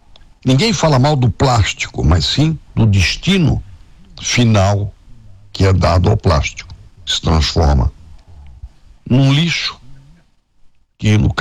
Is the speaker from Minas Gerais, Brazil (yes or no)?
no; Santa Catarina, Brazil; eu pessoalmente, sinceramente, me sentisse orgulhoso como catarinense